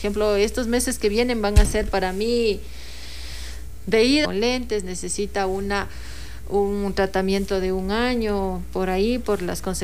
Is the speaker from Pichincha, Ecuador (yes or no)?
no; Pelileo, Tungurahua, Ecuador; al municipio de Pelileo también que me ayudó, a mi tierra también